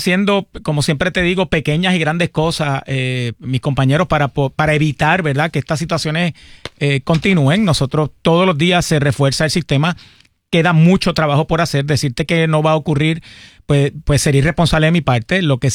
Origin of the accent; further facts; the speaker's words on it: Arecibo, Puerto Rico; Recuerda que yo soy de Arecibo.